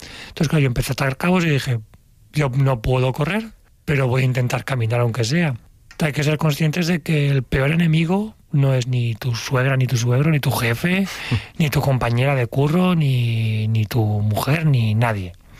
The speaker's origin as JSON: {"language": "Spanish", "town": "Valencia", "region": "Valencian Community", "country": "Spain"}